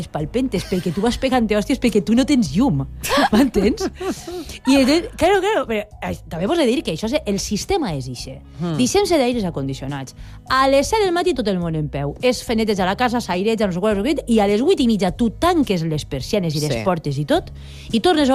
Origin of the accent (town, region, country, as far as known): Ontinyent, Valencian Community, Spain; born or raised there